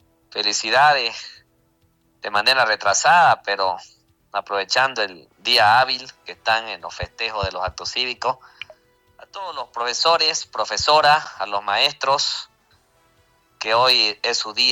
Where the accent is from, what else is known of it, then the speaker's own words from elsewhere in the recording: Vallegrande, Santa Cruz, Bolivia; mi pueblo, este Valle Grande